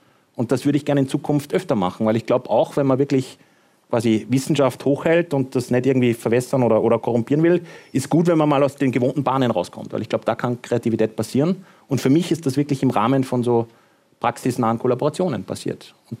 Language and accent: German; Hagenberg, Upper Austria, Austria; Schön, dass Sie meinen Heimatort so eloquent beschreiben.